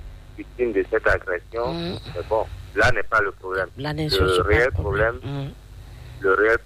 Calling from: Pau, Nouvelle-Aquitaine, France; Je vous appelle de Pau.

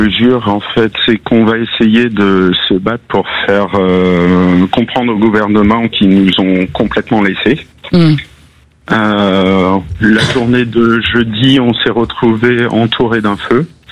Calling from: France; j'habite au Planche depuis plus de 10 ans.

